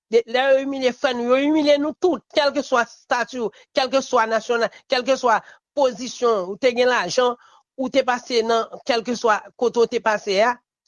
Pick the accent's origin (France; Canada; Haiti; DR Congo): Haiti